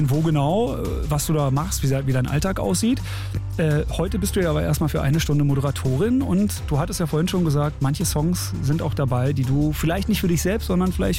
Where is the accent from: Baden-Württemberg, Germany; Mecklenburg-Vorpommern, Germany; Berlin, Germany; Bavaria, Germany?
Berlin, Germany; born there; ich komme aus Zehlendorf und ich habe auch immer gesagt, wir fahren jetzt in die Stadt. So alles, was dann wie weiter weg aus Zehlendorf war, dann ja, in die Stadt fahren.